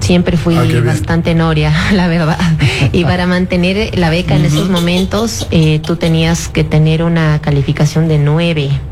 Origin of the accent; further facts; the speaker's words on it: Quito, Pichincha, Ecuador; Nací en Quito, en el Patronato San José, sur de Quito. Tengo una hermana gemela, la última, bueno, las últimas de cuatro hermanos.